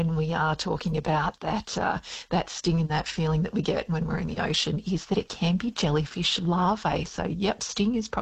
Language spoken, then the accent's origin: English; Victoria, Australia; You can tell I'm from Victoria because I say the word bathers instead of swimmers as well.